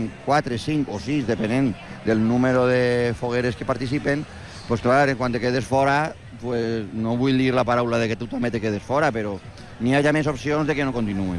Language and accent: Catalan; Elda, Valencian Community, Spain; Perquè jo que sóc d'Elda i ahir en la meva època no n'hi havia el que n'hi ha ara